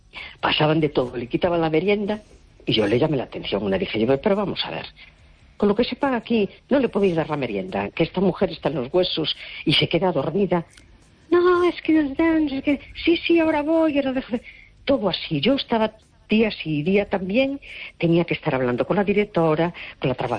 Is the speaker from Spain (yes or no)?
yes; A Coruña, Galicia, Spain; Hola, buenas noches … de La Coruña.